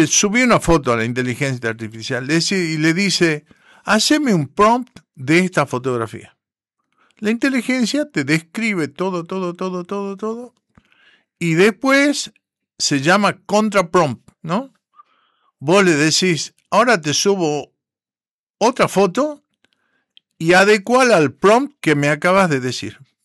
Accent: Jujuy, Argentina; yo soy de Jujuy. Ah, cierto que soy de Jujuy.

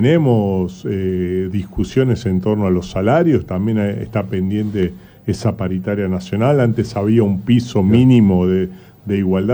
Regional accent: Buenos Aires Province, Argentina; como argentinos, como bonaerenses y en nuestro caso particular como peronistas

